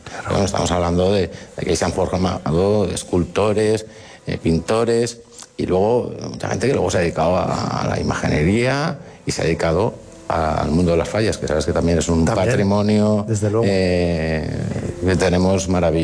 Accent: Valencian Community, Spain; eso, digamos, que constituye la base de nuestra idiosincrasia, ¿no?, como valencianos.

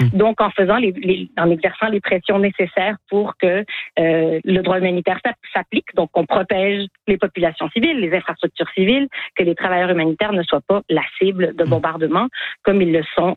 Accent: Canada; chez nous au Canada

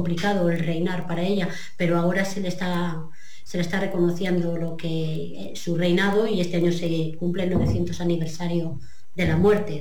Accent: Castile and León, Spain

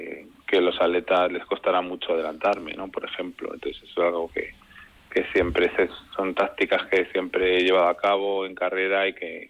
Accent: Madrid, Community of Madrid, Spain; yo soy de Santa Eugenia, un barrio de Madrid

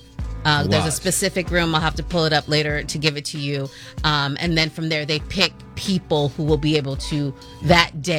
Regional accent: Santa Maria, California, United States; This is a real story because you guys know I'm from Santa Maria.

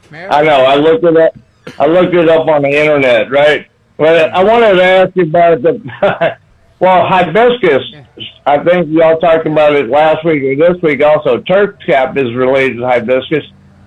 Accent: New Orleans, Louisiana, United States; You know, I've seen white ones when I grew up in New Orleans.

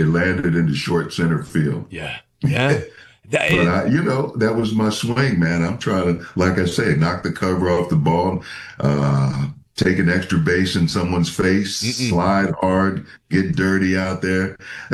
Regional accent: Minnesota, United States; The Vikings, my hometown, drafted me.

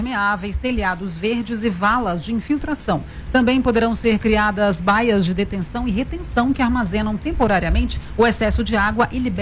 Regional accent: Minas Gerais, Brazil; accent: Triângulo Mineiro; Pare de zoar o meu sotaque do Triângulo Mineiro, tá?

